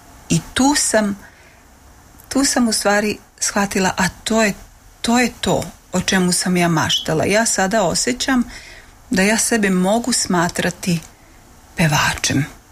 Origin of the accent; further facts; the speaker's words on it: Bosnia & Herzegovina; Pa s obzirom da sam rasla u Bosni i dug je to i nekako nestandardan put bio moj razvojni put.